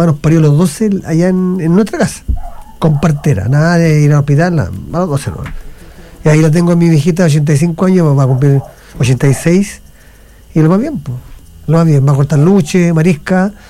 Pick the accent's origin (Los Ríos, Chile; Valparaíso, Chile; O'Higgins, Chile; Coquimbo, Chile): O'Higgins, Chile; Navidad; yo vengo de Portecillo, de esta provincia, que corresponde, digamos, a la comuna de Navidad.